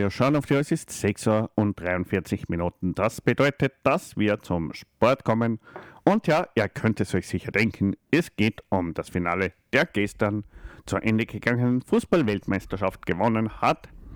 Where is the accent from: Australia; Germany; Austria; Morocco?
Austria; wir können als Österreicher